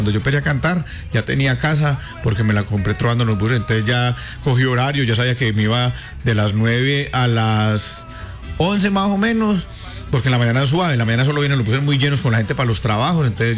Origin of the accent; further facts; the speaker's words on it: Pereira, Risaralda, Colombia; born there; also born or lived in Itagüí; En Pereira, en Itagüí, que es mi tierra natal. Ajá. Y donde sea, pero más que todo en Pereira es donde aprendí todo.